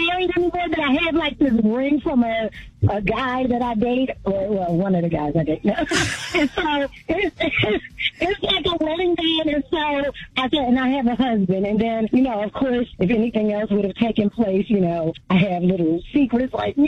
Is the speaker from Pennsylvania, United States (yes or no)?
yes; Philadelphia, Pennsylvania, United States; I am originally from Philadelphia, so I'm kind of fearless.